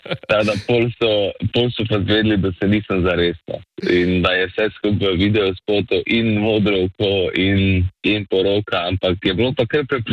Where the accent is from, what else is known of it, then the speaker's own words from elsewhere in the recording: Lenart, Styria, Slovenia; moved away; zdaj sem bil v Lenartu v mojem domačem kraju